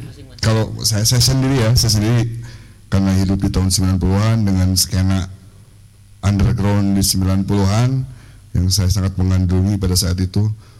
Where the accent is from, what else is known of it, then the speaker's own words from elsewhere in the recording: Padalarang, West Java, Indonesia; Untuk aslinya saya sendiri asli anak Padalarang kalau saya sendiri di Kabupaten Bandung Barat.